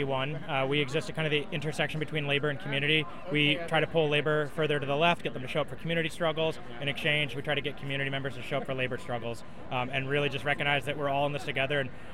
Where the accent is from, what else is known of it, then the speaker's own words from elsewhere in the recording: the South, United States; moved away; I come from the South, which is a very anti-union space